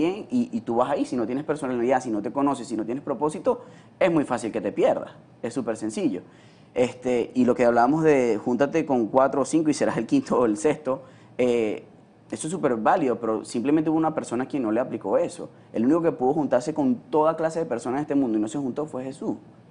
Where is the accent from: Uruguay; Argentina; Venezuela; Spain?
Venezuela; Barquisimeto, Lara; moved away; allá en mi ciudad, en Barquisimeto